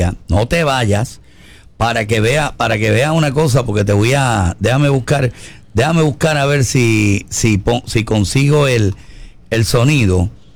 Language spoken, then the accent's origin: Spanish; Puerto Rico; now in United States; Oye, y yo soy puertorriqueño.